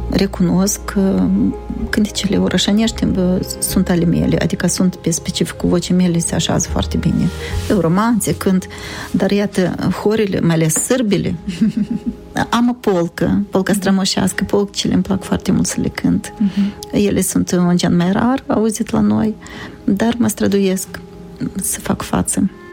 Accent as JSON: {"language": "Romanian", "town": "Călăraşi", "region": "Călărași District", "country": "Moldova", "tie": "born or raised there", "moved": "as an adult", "lives_now": "Strășeni, Moldova", "said": "Eu m-am născut în Călăraș, am studiat în Călăraș, am avut concert în Călăraș. Uh-huh. De baștin sunt din Călăraș, dar locuiesc deja de 39 de ani în Strășeni."}